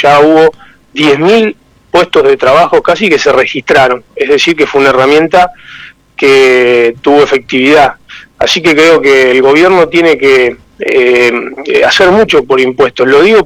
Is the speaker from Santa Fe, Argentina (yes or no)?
yes; Santa Fe, Argentina; nos gusta decir un poco a los santafesinos